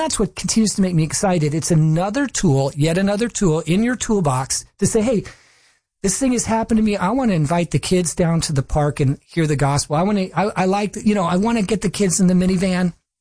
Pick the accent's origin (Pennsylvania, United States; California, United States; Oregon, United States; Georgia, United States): Oregon, United States; Portland; also born or lived in Chicago / New York / South Florida; When I grew up in the Portland area, ended up going to school at Wheaton College way out in Chicago. And then I lived in New York and I was in South Florida for 9 years